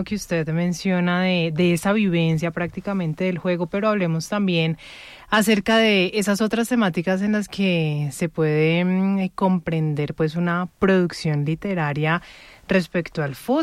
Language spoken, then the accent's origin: Spanish; Colombia; nos une como colombianos